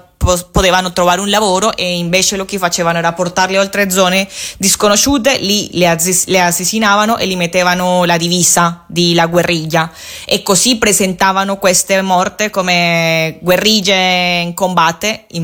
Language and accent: Italian; Colombia; Italian is a second language; Il nostro paese è un paese assolutamente agropecuario, non so se si dice così in italiano, ma la base economica del mio paese è basicamente lavoro di terra e lavoro con animali